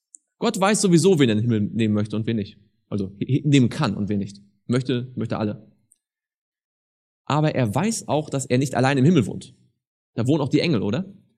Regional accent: Rostock, Mecklenburg-Vorpommern, Germany; born there; Also ich bin in Rostock geboren.

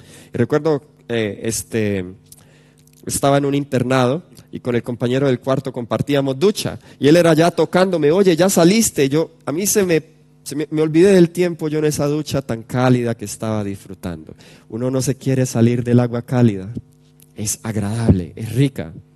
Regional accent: Colombia; yo soy de Colombia

